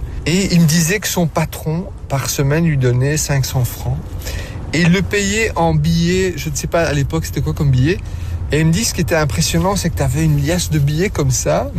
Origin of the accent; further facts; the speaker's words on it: Belgium; Mes parents, ils sont italiens, ça c'est sûr. Comme moi, je suis italien, mais je suis belge aussi, tu comprends ?